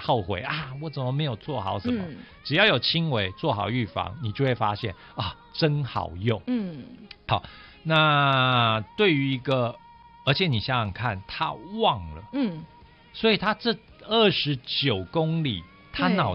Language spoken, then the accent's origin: Chinese; Taipei, Taiwan; 我们台北人可能、那是多远